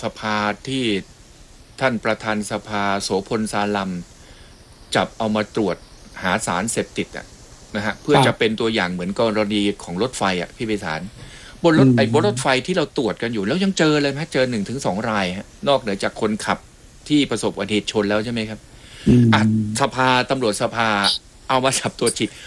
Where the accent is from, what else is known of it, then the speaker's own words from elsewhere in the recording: Ko Samui, Surat Thani, Thailand; born there; ที่นี่แหละฮะสมุยนั่นแหละครับ